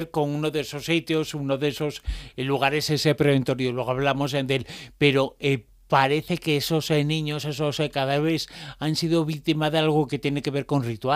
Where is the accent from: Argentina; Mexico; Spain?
Spain; Galicia; born there; como persona que soy de no exactamente del lugar, pero soy de Galicia